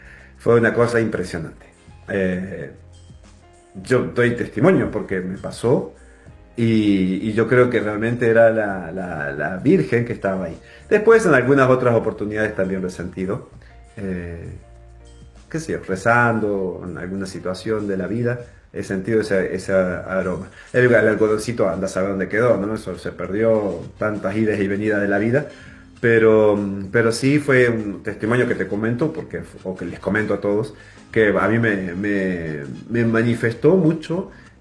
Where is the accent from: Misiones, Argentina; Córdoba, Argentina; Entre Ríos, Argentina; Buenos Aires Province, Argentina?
Entre Ríos, Argentina; María Grande; moved away; also born or lived in Colombia; En mi pueblo había una imagen de estas, en María Grande, Entre Ríos